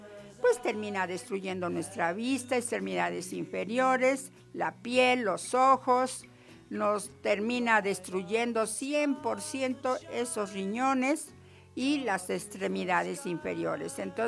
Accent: Oaxaca, Mexico; Recuerde, vengo de la ciudad de Oaxaca, no vivo en la ciudad de Tlaxiaco, vengo de Oaxaca.

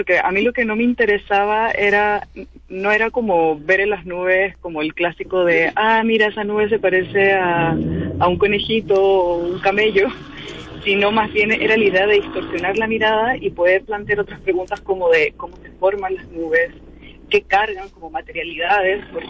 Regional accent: Santiago, Santiago Metropolitan Region, Chile; yo soy de Santiago

